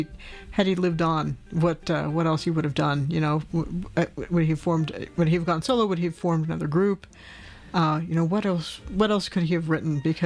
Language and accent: English; Ireland; I'm from Ireland, all the way down to like people knowing your family, which maybe isn't totally rare.